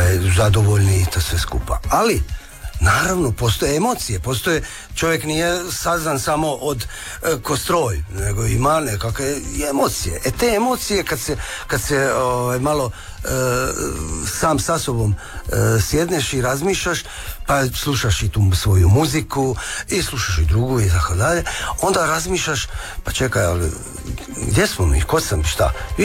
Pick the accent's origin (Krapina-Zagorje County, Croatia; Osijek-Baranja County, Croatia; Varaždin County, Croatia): Osijek-Baranja County, Croatia; Osijek; moved away as an adult; also born or lived in Sarajevo; now in Germany; Moja domovina je Osijek.